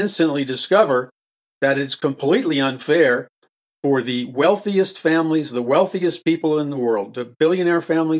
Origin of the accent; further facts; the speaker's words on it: New York City, New York, United States; but I heard it a lot growing up in New York City.